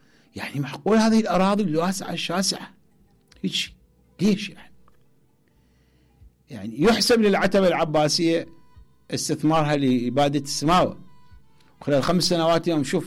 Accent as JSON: {"language": "Arabic", "country": "Iraq", "said": "كانت مكابس التمور عندنا بالعراق"}